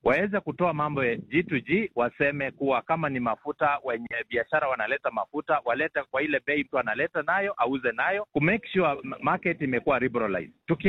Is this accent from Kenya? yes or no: yes; Kenya; sisi wote ni wa Kenya